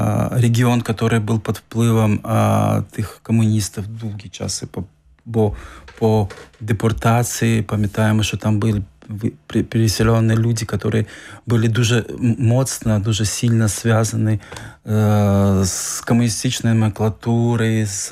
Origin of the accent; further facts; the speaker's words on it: Crimea, Ukraine; moved away; я, як кримчанин